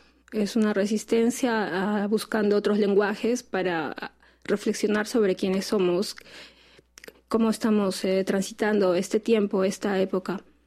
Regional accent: Peru; now in Arequipa, Peru; Arequipa, que es la ciudad donde yo vivo

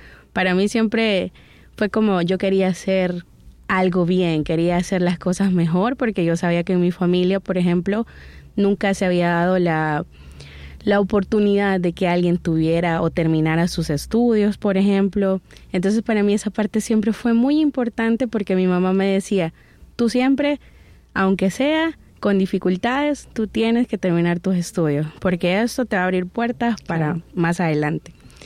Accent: San Salvador, El Salvador; tengo actualmente 32 años, nací en San Salvador, soy originaria de acá, ¿verdad? Mis padres, pues uno es de La Libertad, mi papá, y mi mamá viene desde Usulután, del oriente del país.

